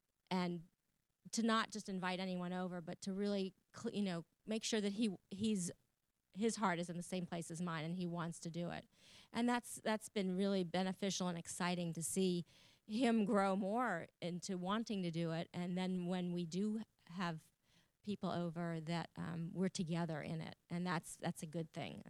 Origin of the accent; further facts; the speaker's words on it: New York City, New York, United States; but I grew up in New York City and we had a tiny kitchen.